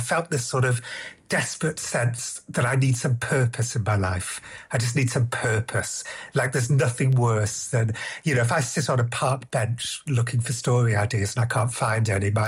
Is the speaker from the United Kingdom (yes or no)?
yes; Wales, United Kingdom; My home country, Wales, has 427 castles.